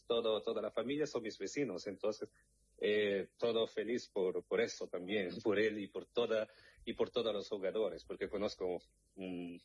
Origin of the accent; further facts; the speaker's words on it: Cape Verde; Sí, nací y crecí aquí en Cabo Verde, y estoy muy feliz también